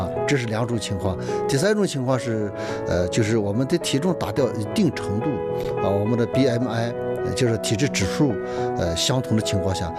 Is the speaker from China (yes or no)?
yes; China